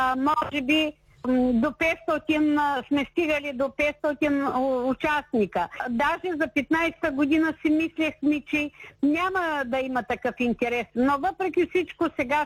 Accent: Katselovo, Ruse Province, Bulgaria; Ами аз съм родена в Кацелово и живея 77 години в Кацелово. Кацелово беше 3500 жители, сега е 700 жители.

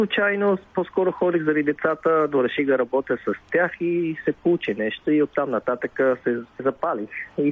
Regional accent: Vietnam; also born or lived in United States; now in Bulgaria

